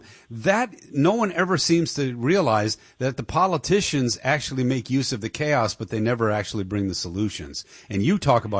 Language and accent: English; Detroit, Michigan, United States; Yeah, I mean, my hometown's Detroit.